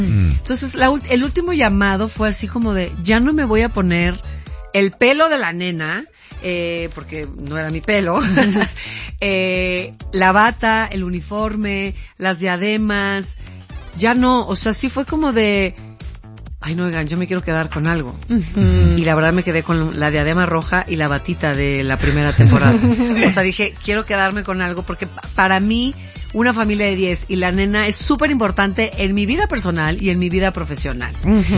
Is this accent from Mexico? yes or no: yes; Mexico; Y así somos los mexicanos.